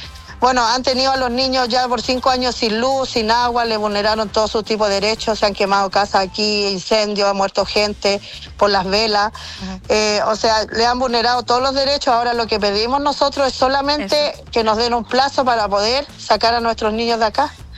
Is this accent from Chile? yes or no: yes; Chile; es algo que no me lo explico yo como chilena